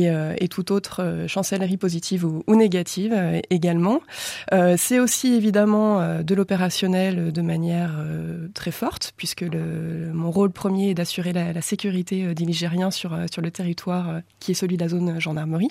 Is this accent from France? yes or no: yes; Romans-sur-Isère, Auvergne-Rhône-Alpes, France; moved away as an adult; now in Loire, France; Je suis originaire de la Drôme. Je suis née à Romans-sur-Isère et j'y ai vécu jusqu'à à peu près mes 18-20 ans, jusqu'à ce que je rentre en gendarmerie.